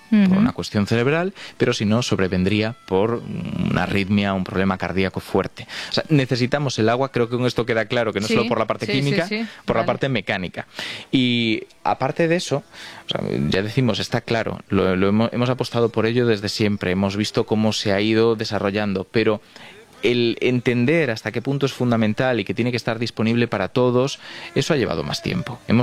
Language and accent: Spanish; Galicia, Spain